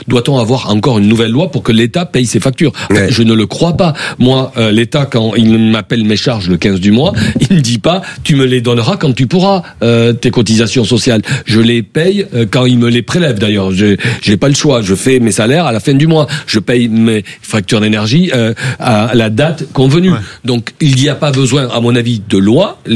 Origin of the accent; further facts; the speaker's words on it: France; On est français aussi.